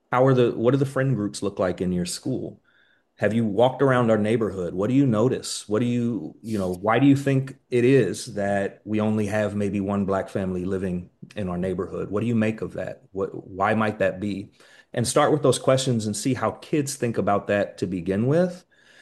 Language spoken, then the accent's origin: English; Kansas City, Missouri, United States; I grew up in Kansas City. I grew up right off of the historic red line in Kansas City.